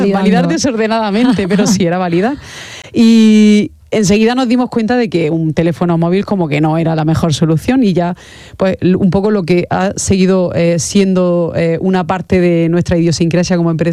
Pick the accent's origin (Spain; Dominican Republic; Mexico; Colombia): Spain; Almería, Andalusia; nosotros somos de Almería